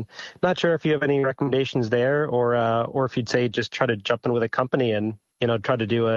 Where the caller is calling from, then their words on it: Waltham, Massachusetts, United States; I'm calling from Waltham, Massachusetts. Longtime This Old House fan.